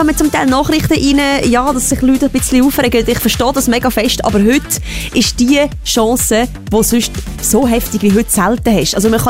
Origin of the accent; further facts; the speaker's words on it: Central Switzerland, Switzerland; Und ich komme aus der Zentralschweiz